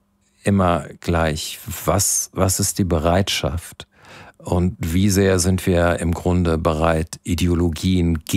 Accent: Rhineland, Germany; Wir sind halt Rheinländer.

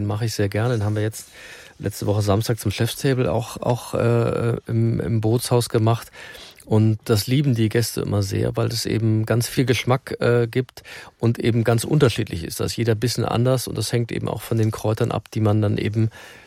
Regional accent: Northern Germany, Germany; Ja, ich bin ja Norddeutscher.

